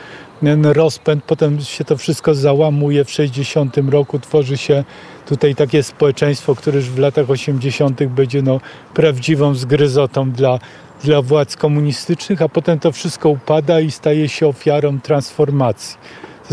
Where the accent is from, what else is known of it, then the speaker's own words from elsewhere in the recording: Kraków, Lesser Poland, Poland; also born or lived in Nowa Huta, Kraków; ja jestem, podobnie jak architekt, który zrobił to Centrum E, Romuald Legler, jesteśmy krowodrzaninami. Tak, mieszkaliśmy na Mazowieckiej w jednym bloku 125